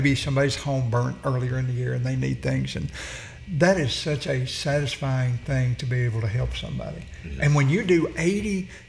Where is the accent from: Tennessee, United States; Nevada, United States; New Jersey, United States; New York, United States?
Tennessee, United States; I grew up here in Tennessee, and I don't believe I'd want to go anywhere else.